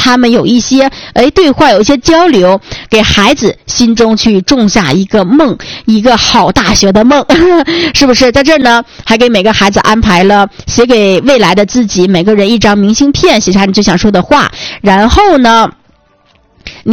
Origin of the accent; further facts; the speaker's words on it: China; 我觉得奥林匹克公园其实08年对于我们中国人来讲的话真的非常的重要